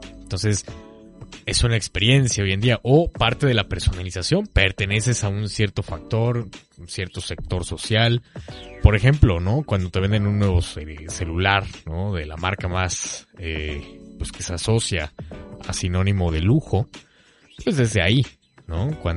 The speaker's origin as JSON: {"language": "Spanish", "region": "Veracruz", "country": "Mexico", "said": "los que somos de aquí de Veracruz"}